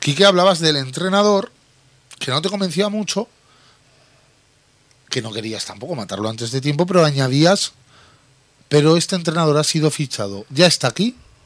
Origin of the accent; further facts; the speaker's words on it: Spain; No soy menos español por ello.